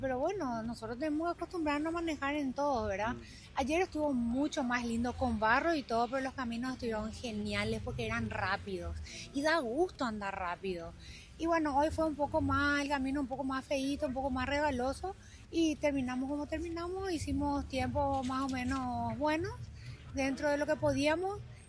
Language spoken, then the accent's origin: Spanish; Paraguay; Quiero hacer podio en mi país, realmente te digo.